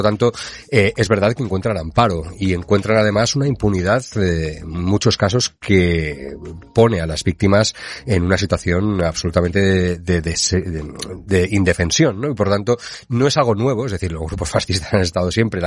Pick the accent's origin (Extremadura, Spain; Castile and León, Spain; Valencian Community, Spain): Valencian Community, Spain; Yo como valenciano, por ejemplo, el 9 de octubre, ¿no?, el Día Nacional Valenciano